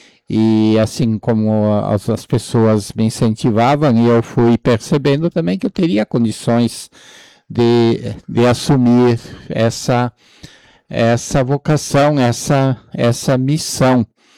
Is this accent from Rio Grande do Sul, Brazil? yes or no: yes; Pejuçara, Rio Grande do Sul, Brazil; moved away as an adult; cidade de Pejuçara, pois era a paróquia da qual nós fazíamos parte, né? Da comunidade onde eu me criei